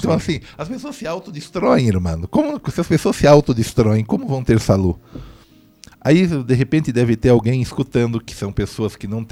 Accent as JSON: {"language": "Portuguese", "country": "Brazil", "moved": "yes", "lives_now": "Bolivia", "said": "eu sou brasileiro."}